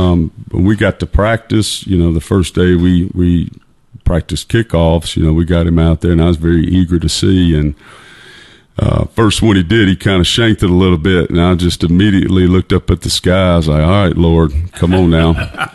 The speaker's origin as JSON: {"language": "English", "town": "Escatawpa", "region": "Mississippi", "country": "United States", "tie": "born or raised there", "said": "I grew up in Escatawa, Mississippi. It's north of Moss Point, a little bit there."}